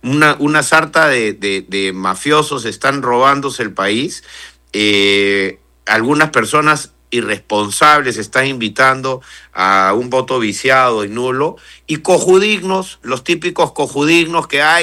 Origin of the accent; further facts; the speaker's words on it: Peru; Centrémonos más bien en cambiar nosotros como peruanos